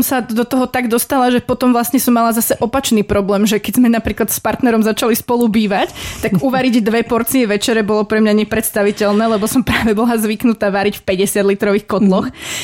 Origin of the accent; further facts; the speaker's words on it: Cinobaňa, Banská Bystrica Region, Slovakia; moved away as an adult; also born or lived in Lučenec / Revúca; now in Košice, Slovakia; narodila som sa práve v Lučenci pri Cinobani. Odtiaľ pochádzam, študovala som medzi tým strednú školu v Revúcej a skončila som tu v Košiciach. Vždy som si myslela, že sa nikde inde nebudem cítiť doma ako v tej Cinobani